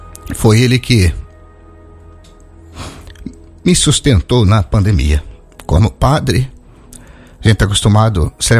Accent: Guaxupé, Minas Gerais, Brazil; now in Poços de Caldas, Brazil; Eu sou natural de Guaxupé. No momento, eu estou em Poços de Caldas.

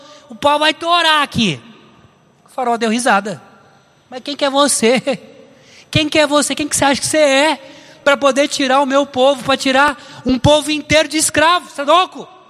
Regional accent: Barretos, São Paulo, Brazil; eu sou de Barretos, terra do peão.

